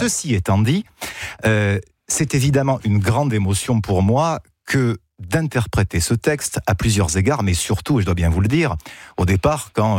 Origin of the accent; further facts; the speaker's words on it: Marseille, Provence-Alpes-Côte d'Azur, France; Alors que moi, je viens de Marseille.